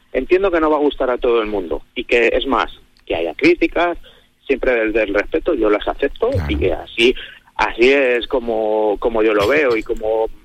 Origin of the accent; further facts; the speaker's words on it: Medina del Campo, Castile and León, Spain; como medinense... en vena, además, que me encanta San Antolín, que me encanta mi pueblo